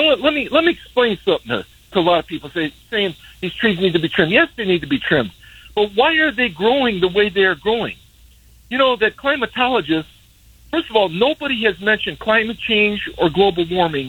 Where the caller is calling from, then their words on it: Hammond, Indiana, United States; I'm calling from Hammond.